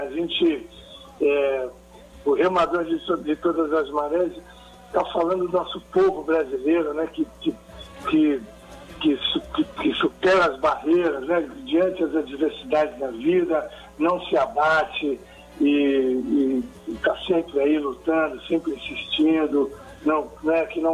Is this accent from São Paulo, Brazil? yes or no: yes; São Paulo, Brazil; born there; a escola de São Bonito de Vila Maria, que é a escola do meu bairro, da onde eu nasci